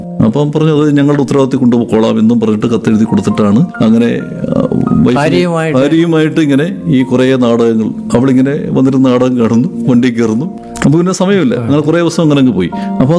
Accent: Pavithreswaram, Kerala, India; born there; കല്യാണം കഴിഞ്ഞ് ഞങ്ങളുടെ നാട്ടിൽ വന്ന ഉത്സവമാണ്, അവിടെ പൗത്രേശ്വരം എന്ന് പറയുന്ന സ്ഥലത്താണ് ഞാൻ ജനിച്ചത്.

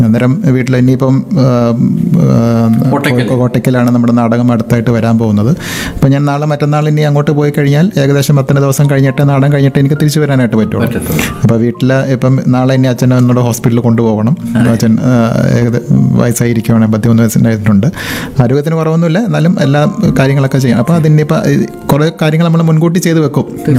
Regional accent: Kollam, Kerala, India; born there; also born or lived in Ernakulam; ഞാൻ ജനിച്ചത് ഇവിടെ തന്നെയാണ്, കൊല്ലത്ത് തന്നെയാണ് ഞാൻ ജനിച്ചത്. പിന്നെ ജോലിയും അങ്ങനെയുള്ള കാര്യങ്ങളൊക്കെ ആയിട്ട് അച്ഛനും ജോലി എറണാകുളത്തായിരുന്നു. അപ്പം അത് സംബന്ധമായിട്ട് എറണാകുളത്തായിരുന്നു. പിന്നെ ഇപ്പം തിരിച്ച് വീണ്ടും ഇപ്പം കൊല്ലത്തേക്ക് തന്നെ വന്നിട്ടുണ്ട്. ഇപ്പോൾ ഒരു ഏകദേശം 10 വർഷമായിട്ട് കൊല്ലത്ത് തന്നെയാണ്

